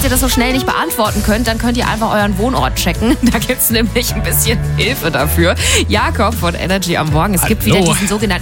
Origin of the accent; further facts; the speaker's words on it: Berlin, Germany; von mir als Berlinerin, die ja viel mit den Öffentlichen unterwegs ist.